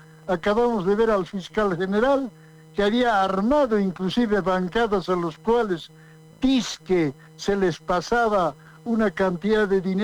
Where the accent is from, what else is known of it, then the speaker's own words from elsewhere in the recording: Oruro, Bolivia; yo orureño, he hecho mi vida política en Oruro, soy estudiante de la Facultad de Ingeniería de Oruro, soy ingeniero civil